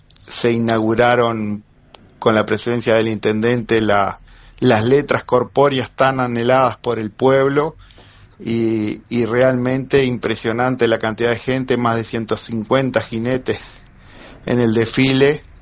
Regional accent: Barker, Colonia, Uruguay; zona de Barker es muy grande, porque abarca también la parte de campo. Yo, por ejemplo, no vivo ahí mismo, estoy a 4 kilómetros, pero soy de Barker

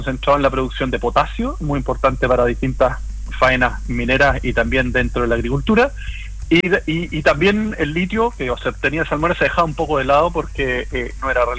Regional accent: Chile; el dueño último de ese mineral somos todos los chilenos

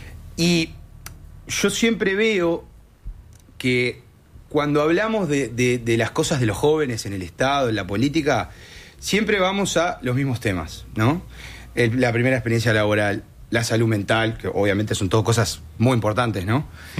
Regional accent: Montevideo, Uruguay; cualquiera de nosotros que somos montevideanos

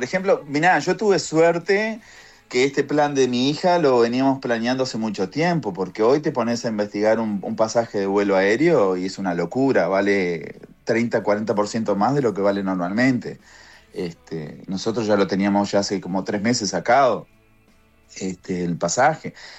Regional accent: Maldonado, Uruguay; now in Miami, United States; No es lo mismo, Punta del Este, yo soy de Maldonado. Punta del Este es una cosa, y donde yo vivía, Maldonado es otra.

